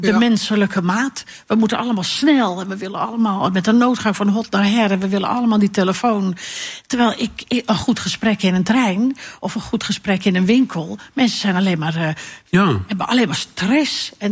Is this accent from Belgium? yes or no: no; Alkmaar, North Holland, Netherlands; also born or lived in Schagen; En eigenlijk hebben we dat gelinkt aan de jaren 70, waar mijn jeugd ligt in Alkmaar en in Schagen.